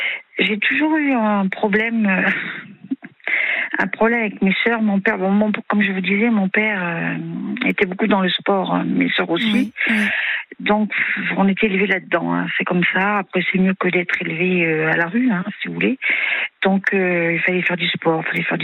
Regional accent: Auvergne-Rhône-Alpes, France; Alors, j'ai 58 ans, et puis j'ai, à la base, nous sommes 4 filles. Je suis la 3e. J'ai grandi dans le Cantal.

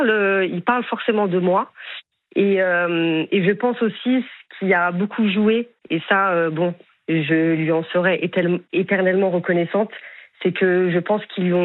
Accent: France; born or raised there

